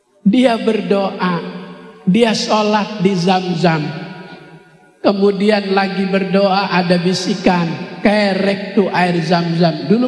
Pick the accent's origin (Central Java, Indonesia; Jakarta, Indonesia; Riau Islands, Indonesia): Jakarta, Indonesia; Di kampung saya no, depan Masjid Al-Bahri Kebon Nanas